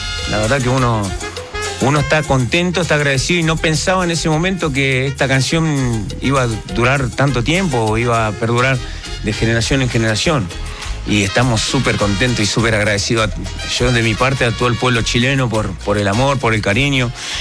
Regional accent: Argentina; Tony, vos sos el único argentino

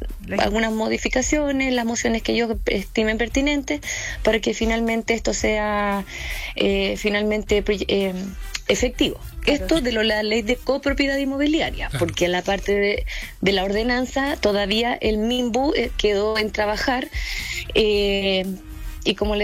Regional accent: Chile

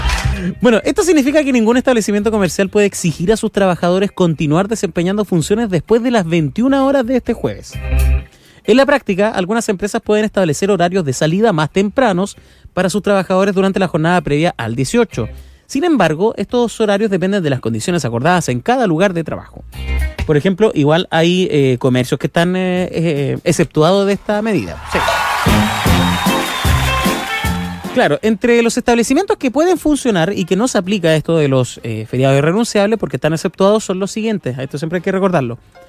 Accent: Chile; Pues como chileno siempre es bueno para andar a última hora, a faltar el jueves, tardecito, comprando carne, todo.

